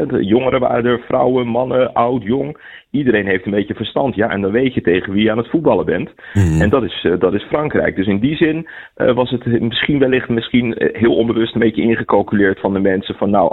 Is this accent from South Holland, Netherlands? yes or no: yes; Leiden, South Holland, Netherlands; Ik ben ook gewoon een Leidenaar.